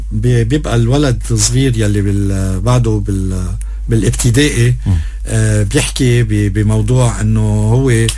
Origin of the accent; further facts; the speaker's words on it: Lebanon; لأنه نحن لبنانية، التزامنا للبنان، ولائنا للبنان. ما عنا مشروع نحن لغير لبنان. يعني هيدا أرضنا، هيدا أرض جدودنا، هيدا أرض قديسينا. يعني نحن عشنا بهيدا الوطن